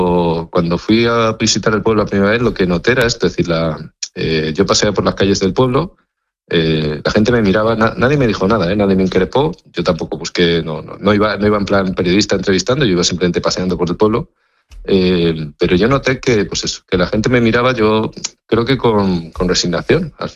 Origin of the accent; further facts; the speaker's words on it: Extremadura, Spain; Yo soy extremeño, pero bueno, vivo un poquito lejos de allí.